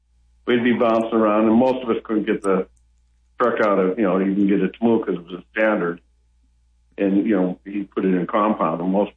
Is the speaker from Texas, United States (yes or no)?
no; Butte, Montana, United States; moved away as an adult; also born or lived in Missoula, Montana; now in California, United States; Well, I lived in Butte while I was growing up from 1960 until about 1980. Then I went to school in Missoula for a couple of years and finished up my college there. And then I moved back to Butte for a couple more years.